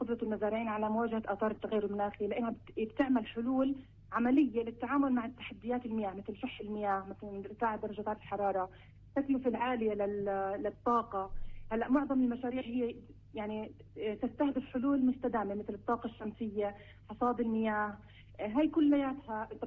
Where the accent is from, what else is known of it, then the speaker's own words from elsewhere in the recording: Palestine; إحنا بالنسبة كفلسطينيين